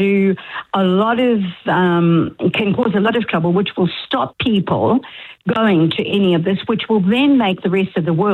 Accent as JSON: {"language": "English", "town": "Durban", "region": "KwaZulu-Natal", "country": "South Africa", "said": "I'm from Durban, and I know that that ground that, that Australia's been playing South Africa as, it's Kingsmead, and it's a beautiful ground."}